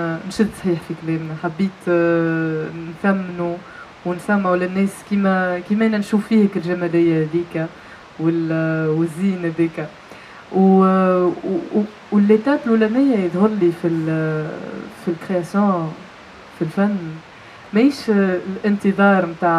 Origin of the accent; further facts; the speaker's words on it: Tunisia; first language Tunisian Arabic; وأنا كتونسية